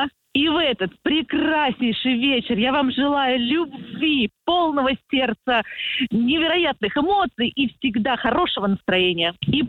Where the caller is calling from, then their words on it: Lomonosov, Saint Petersburg, Russia; я звоню из Санкт-Петербурга, самого центра города Ломоносова, город воинской славы.